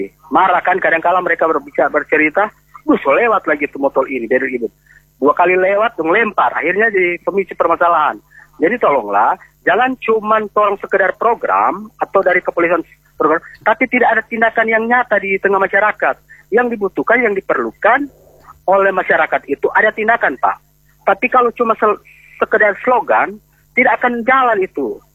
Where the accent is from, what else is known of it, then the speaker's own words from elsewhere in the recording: North Sulawesi, Indonesia; saya juga orang Minahasa Selatan, tapi saya tahu informasi begini.